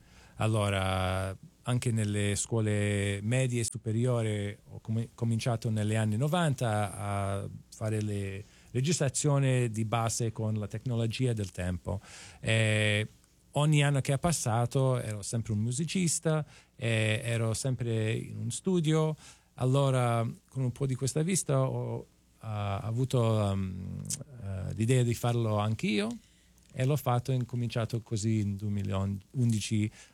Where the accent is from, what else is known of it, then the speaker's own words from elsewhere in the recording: Montreal, Quebec, Canada; born there; Italian is a second language; Sono venuto qui in Canada un po' più tardi. Si sono sposati qui e io ero nato qui in Montreal.